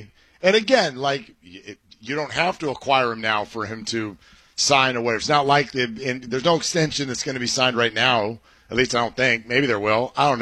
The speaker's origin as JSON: {"language": "English", "area": "Bay Area", "region": "California", "country": "United States", "tie": "born or raised there", "also_born_or_lived": "Los Angeles", "moved": "yes", "said": "I grew up in the Bay Area and I root for the San Francisco Giants."}